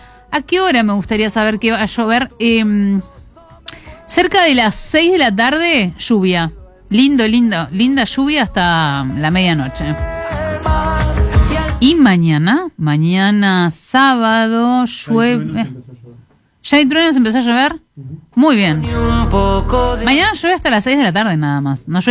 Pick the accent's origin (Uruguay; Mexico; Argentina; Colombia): Uruguay; como los uruguayos hacemos hace 48 años